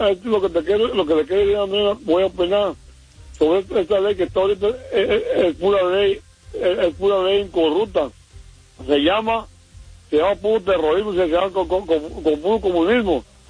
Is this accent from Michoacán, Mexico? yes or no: yes; Michoacán, Mexico; porque yo soy mexicano y michoacano, y si quieres que te cante, que gente la canto.